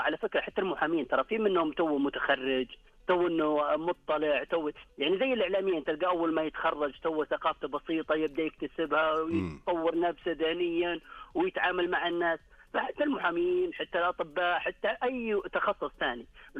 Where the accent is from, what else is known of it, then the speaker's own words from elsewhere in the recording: Saudi Arabia; وإحنا كمجتمع سعودي